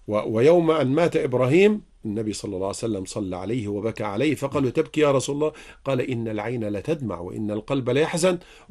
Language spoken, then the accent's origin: Arabic; Egypt; ولعب الآخرون على فتنة الطائفية عندنا في مصر ولم ينجحوا ولن ينجحوا بإذن الله